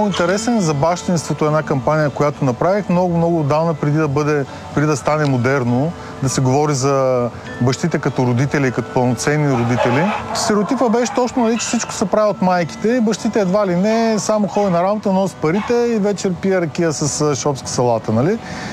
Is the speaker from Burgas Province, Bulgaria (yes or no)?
yes; Burgas, Burgas Province, Bulgaria; born there; also born or lived in Ruse; now in Sofia, Bulgaria